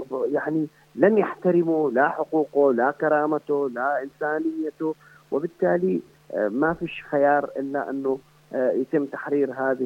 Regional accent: Yemen; نحن كيمنيين

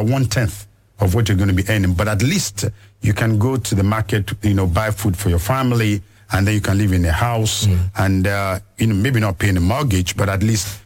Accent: Lagos, Nigeria; I saw the first doctor in my life in Ajegunle, where I grew up in Lagos.

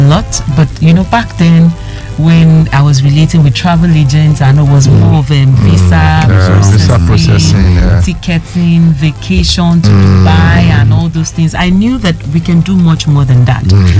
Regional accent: Nigeria; I would say no, I am Nigerian

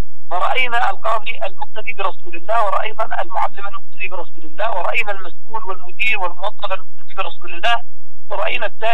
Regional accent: Yemen; نحن كشعب يمني

